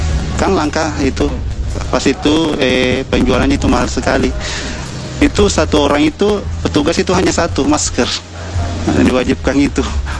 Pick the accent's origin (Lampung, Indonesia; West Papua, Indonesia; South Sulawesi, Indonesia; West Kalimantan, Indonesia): South Sulawesi, Indonesia; Makassar; born there; moved away; asal dari Makassar.